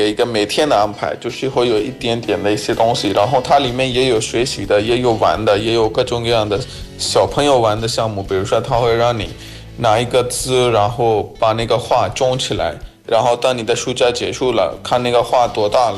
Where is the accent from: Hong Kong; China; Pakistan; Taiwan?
Pakistan; moved away; also born or lived in central Pakistan; 我自己家是靠巴基斯坦的 北部，我的老家就是我爸的老家是巴基斯坦的中部、是非常热的地方，可以说是巴基斯坦最热的地方